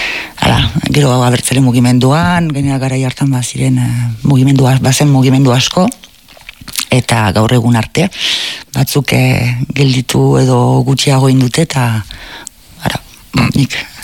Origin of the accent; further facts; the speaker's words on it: Tarnos, Nouvelle-Aquitaine, France; eta gero nire haurtzaroa Tarnosen bikaina izan